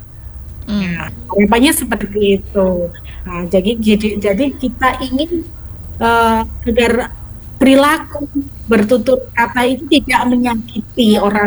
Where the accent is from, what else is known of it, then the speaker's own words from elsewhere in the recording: Java, Indonesia; kalau kita lidahnya orang Jawa